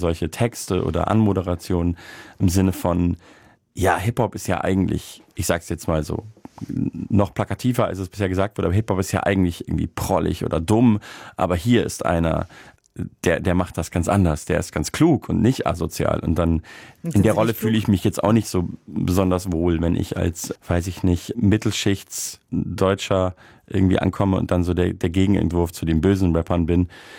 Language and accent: German; Munich, Bavaria, Germany